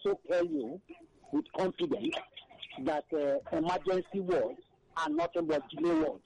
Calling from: Abaranje, Ikotun, Lagos, Nigeria; I'm calling from Abaraje, Ikoton.

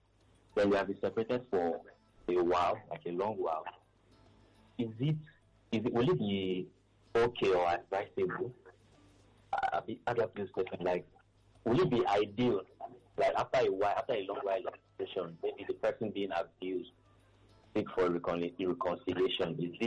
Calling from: Lagos, Nigeria; again, calling from Lagos State.

